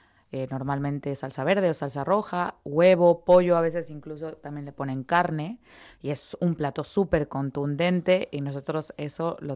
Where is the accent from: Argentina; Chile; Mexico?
Mexico; moved away